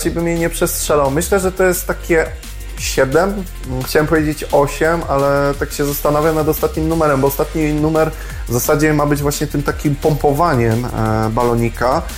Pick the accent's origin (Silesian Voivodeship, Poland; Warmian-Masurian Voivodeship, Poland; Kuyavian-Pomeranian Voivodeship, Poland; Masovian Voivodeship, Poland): Kuyavian-Pomeranian Voivodeship, Poland; Kruszwica; moved away; also born or lived in Inowrocław / Toruń; Podziękowałem mojemu rodzinnemu miastu